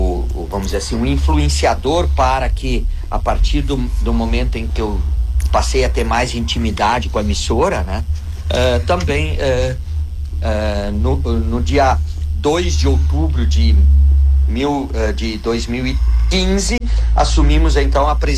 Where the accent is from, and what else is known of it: Rio Grande do Sul, Brazil; accent: sotaque daqui (puxando R, trocando B com P)